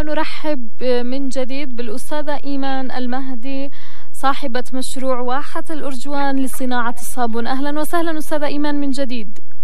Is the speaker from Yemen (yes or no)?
yes; Yemen; كأمة يمنية